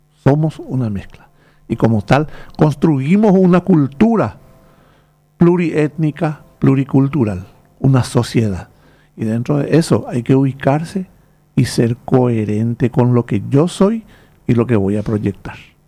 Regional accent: Paraguay

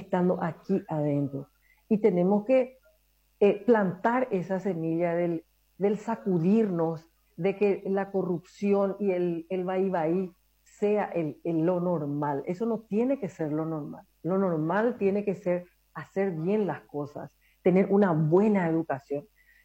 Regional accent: Paraguay; cómo somos nosotros los paraguayos

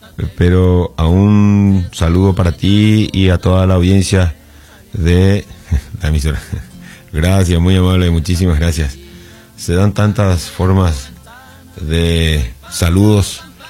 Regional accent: Paraguay; now in Marbella, Spain; que estoy llamando de Marbella. … soy paraguayo. Hace 26 años que estoy aquí

